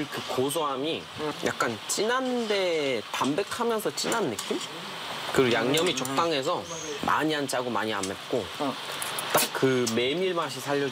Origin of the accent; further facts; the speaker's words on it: Poland; Korean is a second language; moved away; 내가 폴란드 사람이잖아.